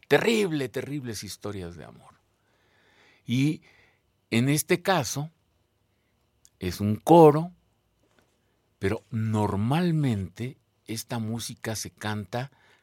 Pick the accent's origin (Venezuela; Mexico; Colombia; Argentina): Mexico; así como somos los mexicanos